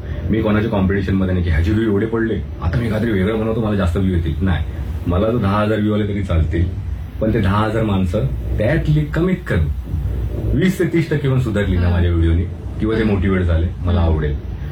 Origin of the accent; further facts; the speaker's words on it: Mumbai, Maharashtra, India; मी त्या तिथून त्या लालबागपासून आलोय, मी त्या एरियातनं असं आलोय